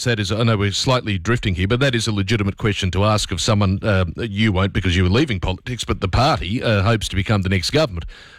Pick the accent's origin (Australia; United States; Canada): Australia; as an Australian citizen, I don't need to know their name, address and any